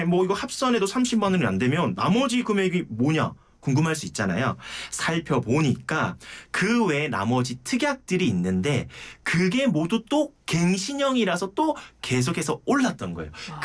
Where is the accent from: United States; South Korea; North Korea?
South Korea; Geoje, South Gyeongsang; moved away; 제 고향인 거제도도 갈 수 있습니다.